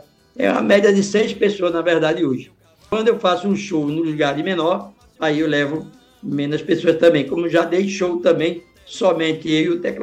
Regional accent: Recife, Pernambuco, Brazil; É o DDD 87, mas eu sou de Recife.

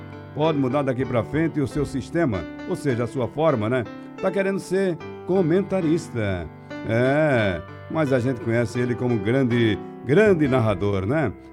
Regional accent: Jupi, Pernambuco, Brazil; born there; moved away; also born or lived in Garanhuns; Quando eu ia para Jupi, minha terra querida

